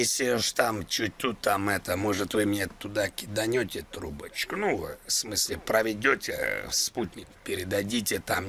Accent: Moscow, Russia; born or raised there; accent: Moscow

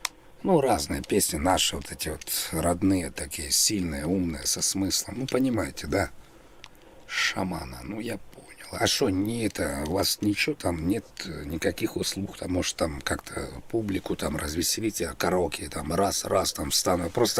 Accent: Moscow, Russia; А это почему нет? Потому что я из Москвы или просто вообще нет?

